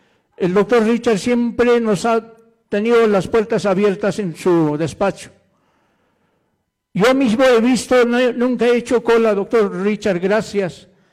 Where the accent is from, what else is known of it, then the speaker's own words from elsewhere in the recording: El Collao Province, Puno, Peru; yo soy de provincia del Collao